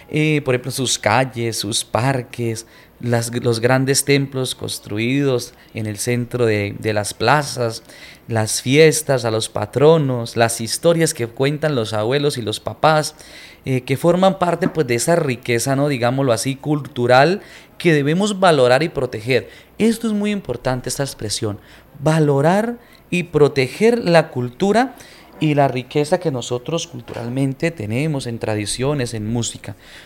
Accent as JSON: {"language": "Spanish", "region": "Norte de Santander", "country": "Colombia", "said": "resaltando lo lindo de nuestro norte de Santander"}